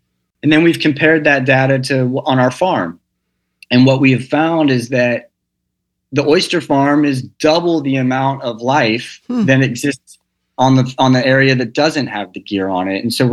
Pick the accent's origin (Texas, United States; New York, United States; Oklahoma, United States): Texas, United States; moved away; I grew up in Texas, so I'm a big like space junkie